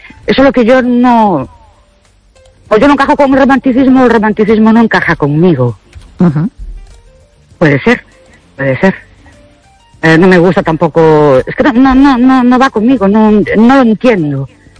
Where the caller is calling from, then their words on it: Ourense, Galicia, Spain; Buenas noches … de Ourense.